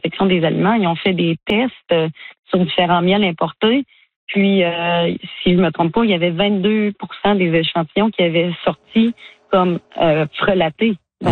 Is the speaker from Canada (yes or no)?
yes; Quebec, Canada; Je pense qu'il y a peut-être moyen en tant que Canadien de justement regarder entre les provinces pour faire des échanges de miel. Moi, au Québec